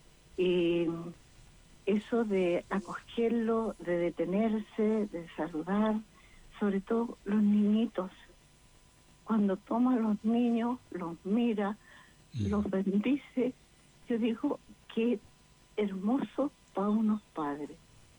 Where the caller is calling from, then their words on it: Santiago, Santiago Metropolitan Region, Chile